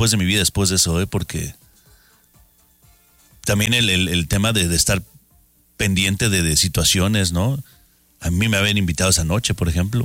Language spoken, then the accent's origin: Spanish; Mexico City, Mexico; yo soy chilango